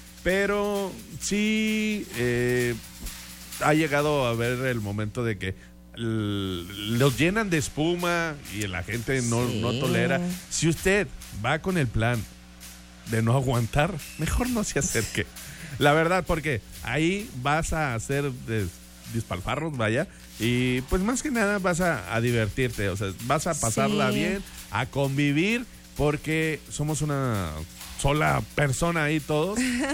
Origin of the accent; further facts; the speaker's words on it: Mexico; Qué bonitos somos como mexicanos, ¿eh?